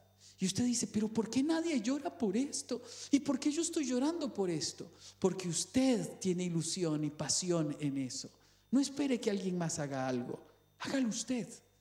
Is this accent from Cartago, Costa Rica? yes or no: no; Cañas, Guanacaste, Costa Rica; born or raised there